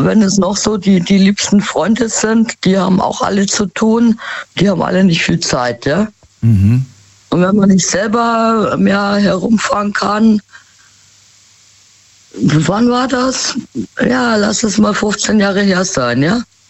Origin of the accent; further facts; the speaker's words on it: Munich, Bavaria, Germany; Da war ich nämlich x-mal, weil ich komme aus München, ja.